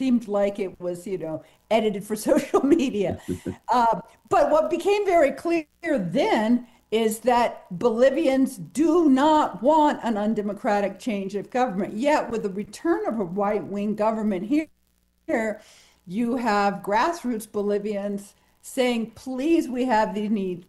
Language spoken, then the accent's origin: English; United States; It was so interesting because I grew up in Washington, and I was at a funeral at Arlington Cemetery on January 6th